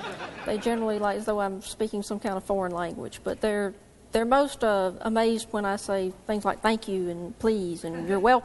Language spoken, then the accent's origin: English; Warrenton, Georgia, United States; accent: Southern; now in Nashville, United States; I'm from Warrenton, Georgia, originally.